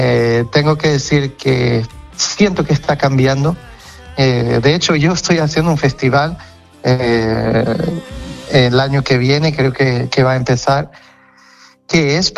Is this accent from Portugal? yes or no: yes; Portugal; accent: Portuguese; Spanish is a second language; Entonces yo pensé, bueno, lo que traigo es mi acento, y yo estoy muy orgulloso del portugués, de la lengua portuguesa, y también como la hablan los portugueses, ¿sabes?